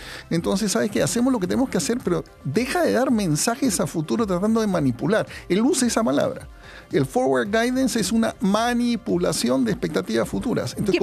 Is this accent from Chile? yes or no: yes; Chile; nosotros que somos chiquititos y estamos al otro lado del mundo, cerca de los pingüinos